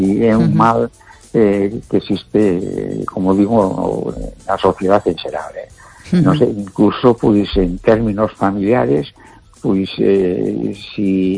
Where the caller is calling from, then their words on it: A Coruña, Galicia, Spain; de La Coruña.